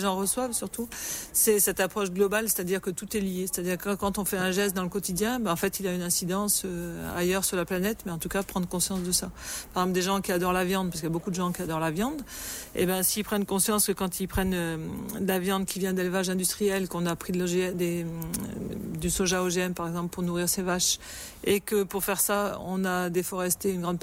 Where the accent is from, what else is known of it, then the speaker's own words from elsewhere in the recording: the Alps, France; par exemple dans mon pays, moi je viens des Alpes, on brûlait pour débarrasser l'herbe, on brûlait.